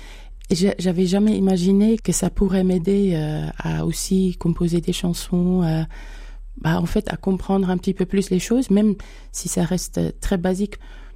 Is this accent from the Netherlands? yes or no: yes; Amsterdam, North Holland, Netherlands; now in Franche-Comté, France; J'ai grandi surtout avec ma mère à Amsterdam.